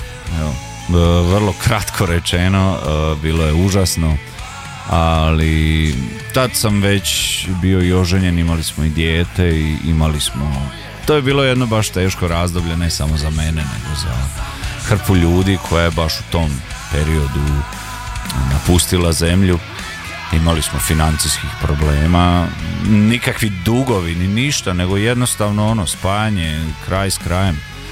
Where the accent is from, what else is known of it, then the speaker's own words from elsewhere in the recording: Valpovo, Osijek-Baranja County, Croatia; oni su iz Županje, ja sam iz Valpova. Oba mjesta su, znaš, Slavonci smo